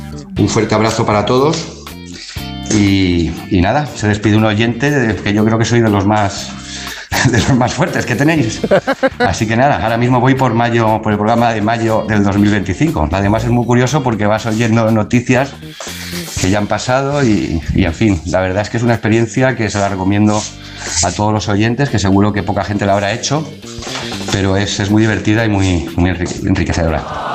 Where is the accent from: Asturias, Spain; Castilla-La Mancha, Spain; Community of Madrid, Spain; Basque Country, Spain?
Community of Madrid, Spain; El Molar; del Molar, en Madrid, muy cerquita de vuestro estudio, en Sanse.